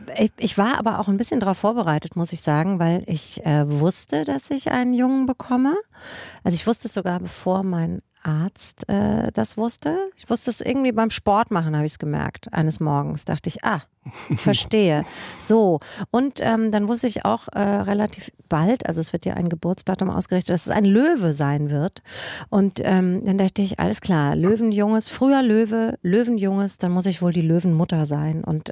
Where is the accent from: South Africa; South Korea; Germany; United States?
Germany; born or raised there